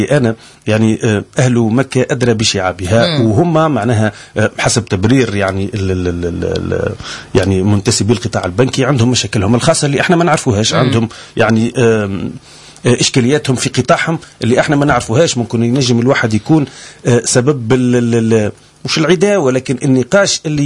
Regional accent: Tunisia

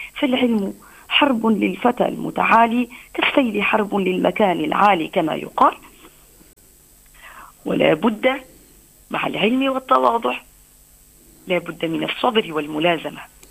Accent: Tunisia; اللهم انزل على بلدنا تونس الأمن والأمان والسكينة والاطمئنان

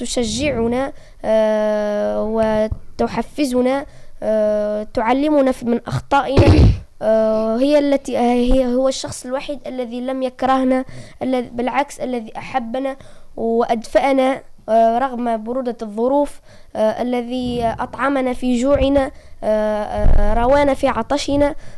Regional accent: Tunisia; أننا في تونس

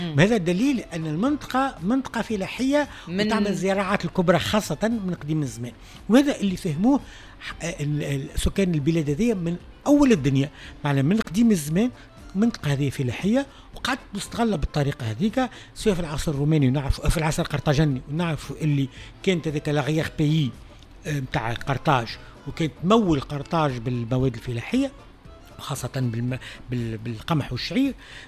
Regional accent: Tunisia; للعلم أن احنا عندنا في تونس قرية مقرن وعندنا بلدة مقرين.

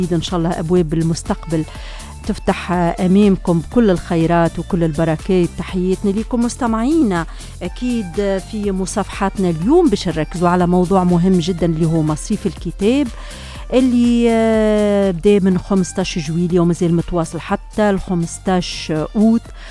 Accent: Tunisia; وكل ما يهم البلاد ويخص بلادنا تونس العزيزة.

